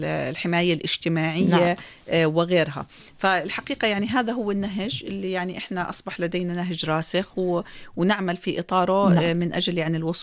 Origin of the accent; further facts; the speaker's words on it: Jordan; إحنا عندنا في الأردن